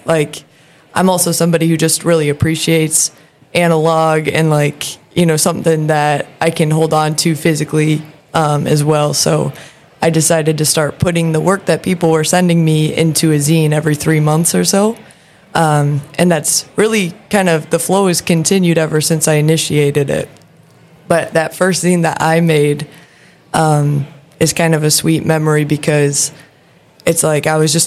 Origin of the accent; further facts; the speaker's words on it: Kalamazoo, Michigan, United States; I'm from Kalamazoo, Michigan, and I'm here at the summit representing The Void.